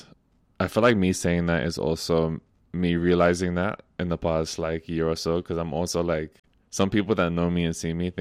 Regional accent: Melbourne, Victoria, Australia; moved away as an adult; now in Castlemaine, Australia; pretty much mostly like Syrian background. And born and raised in Narm, like I mentioned before. And I've been living on Jara country in Castlemaine for a year now.

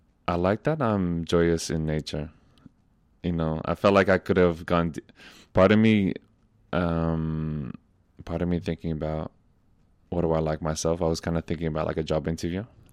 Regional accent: Melbourne, Victoria, Australia; moved away as an adult; now in Castlemaine, Australia; pretty much mostly like Syrian background. And born and raised in Narm, like I mentioned before. And I've been living on Jara country in Castlemaine for a year now.

